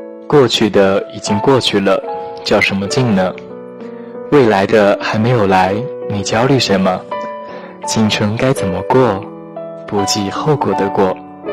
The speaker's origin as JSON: {"language": "Chinese", "region": "Inner Mongolia", "country": "China", "tie": "born or raised there", "lives_now": "Beijing, China", "said": "我8岁的时候，我父亲就去世了，我母亲一个人带大我们哥俩。我们在内蒙古偏远的地方长大，离苏联最近。我在北京没有一个亲戚"}